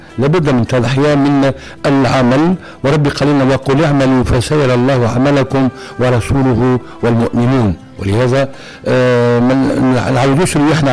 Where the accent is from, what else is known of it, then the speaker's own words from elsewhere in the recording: Tunisia; ربي يحفظ بلادنا تونس الغالية، تونس الخضراء